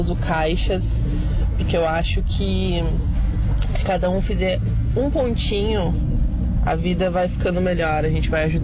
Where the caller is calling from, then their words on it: Porto Alegre, Rio Grande do Sul, Brazil; de Porto Alegre.